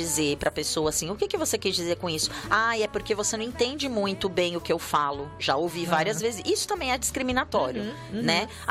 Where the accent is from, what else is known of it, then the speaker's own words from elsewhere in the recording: Brazil; moved away; Ah, eu sou brasileira.